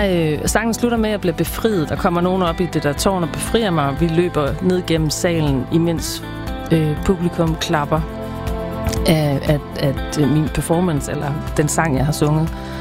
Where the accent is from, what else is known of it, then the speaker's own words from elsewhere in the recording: Nyborg, Region of Southern Denmark, Denmark; Vi skal til Nyborg, hvor jeg kommer fra.